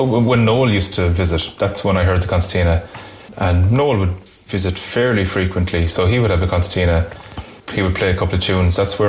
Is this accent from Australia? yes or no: no; Lissycasey, County Clare, Ireland; also born or lived in Cork / Salthill / Kinvara; where I grew up in Lissacacy. It's a few fields away.